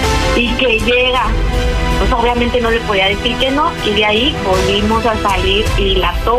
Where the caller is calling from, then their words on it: Cuautla, Morelos, Mexico; Tengo 34 años y soy de Cuautla, Morelos.